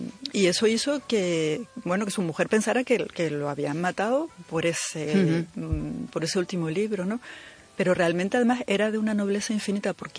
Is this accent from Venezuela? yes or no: no; Spain; Yo desde luego como española me siento muy, muy orgullosa de que en mi país haya gente así en la historia, ¿no?